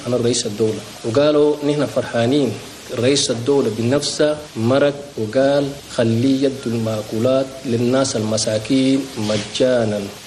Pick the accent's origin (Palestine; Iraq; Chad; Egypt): Chad; نحن التجار عن التشاد وخاصة التجار عن الأسواق